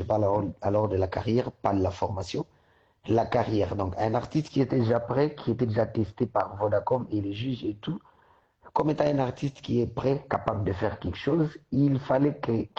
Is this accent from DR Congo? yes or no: yes; Butembo, North Kivu, DR Congo; also born or lived in Goma / Bukavu; now in Kinshasa, DR Congo; Je suis originaire de Butembo, d'une tribu qu'on appelle les Banandé.